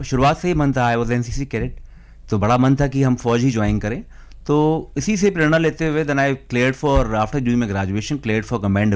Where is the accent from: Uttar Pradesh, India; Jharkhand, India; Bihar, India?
Uttar Pradesh, India; Lucknow; मैं मूलतः लखनऊ का रहने वाला हूँ and I come from a academically oriented family